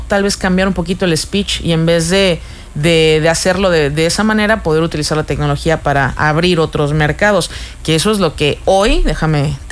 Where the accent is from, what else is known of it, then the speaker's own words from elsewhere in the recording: Mexico; born there; somos mexicanas de nacimiento